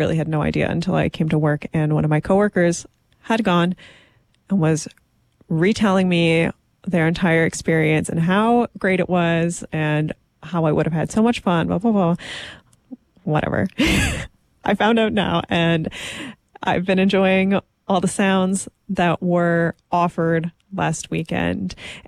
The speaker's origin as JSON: {"language": "English", "region": "New Brunswick", "country": "Canada", "tie": "born or raised there", "moved": "yes", "said": "I'm from New Brunswick, grew up outside of Moncton, and while I'm very happy I don't have to live there anymore, now that I don't live there, you know, you feel kind of defensive about your hometown"}